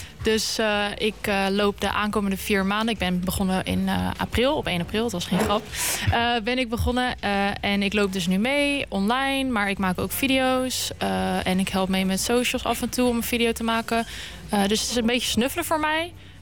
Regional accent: Drenthe, Netherlands; moved away as an adult; now in The Hague, Netherlands; ik kom eigenlijk uit Drenthe, dus dat is heel ver weg van Den Haag. Maar ik ben hier 5 jaar geleden komen studeren.

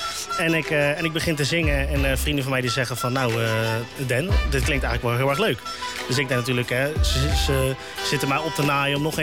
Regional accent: Nootdorp, South Holland, Netherlands; born there; also born or lived in The Hague; 25 jaar. Geboren in Den Haag. Groot deel van mijn leven wel in Noordorp gewoond.

